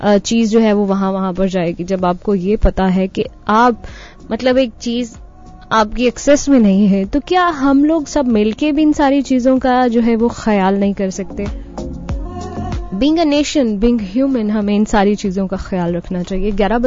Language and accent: Hindi; Punjab, India; हमारी नेचर के लिए ये मौसम जो है वो हमारे यहाँ पंजाब में बहुत ही अच्छा है